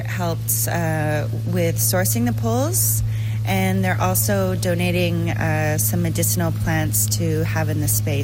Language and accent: English; Winnipeg, Manitoba, Canada; I'm from Manitoba, Winnipeg.